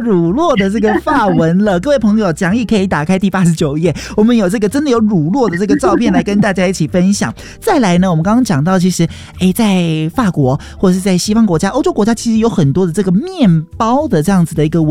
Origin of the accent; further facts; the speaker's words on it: Taiwan; 有没有最可以符合我们台湾人的口味或者是我们好亲近的？